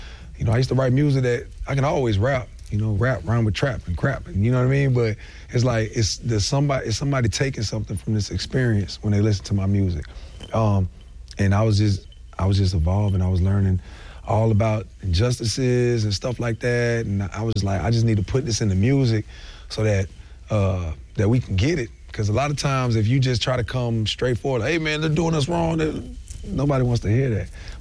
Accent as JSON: {"language": "English", "region": "Florida", "country": "United States", "lives_now": "East Point, United States", "said": "I'm originally from South Florida, based in East Point, and I'm a hip-hop artist."}